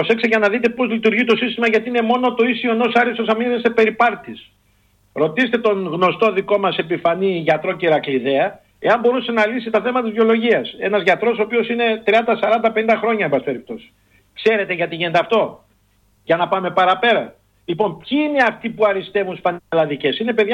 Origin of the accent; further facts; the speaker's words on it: Florina, West Macedonia, Greece; γιατί εγώ γεννήθηκα και μεγάλο στη Φλόρινα και πατέρας ο οποίος μιλούσε στο τοπικό ιδίωμα